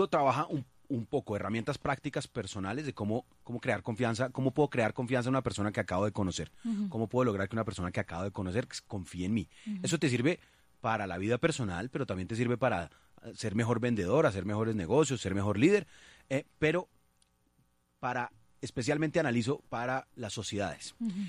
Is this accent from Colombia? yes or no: yes; Colombia; lo que creo de nuestra identidad común como colombianos.